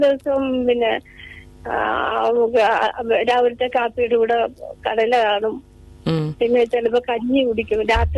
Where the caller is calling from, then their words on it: Sooranad, Kerala, India; Kollam Sooranad വയ്യാങ്കരയിൽ